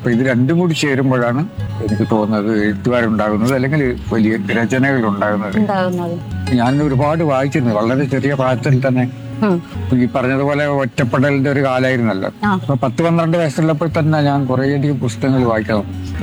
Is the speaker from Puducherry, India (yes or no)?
yes; Mahe, Puducherry, India; കാരണം ഞാൻ നിലനിൽക്കുന്നത് അവിടെയാണ്, മയ്യഴിയിലാണ്. അവിടുന്ന് ജനിച്ചു വളർന്ന നാട് അവിടുന്നല്ലേ ഞാനായത്. ഇപ്പൊ ഞാൻ മലയാളത്തിൽ എഴുതുന്നു, ആ മലയാളം പഠിച്ചത് പോലും ഞാൻ മയ്യഴിയിൽ വെച്ചിട്ടാണ്.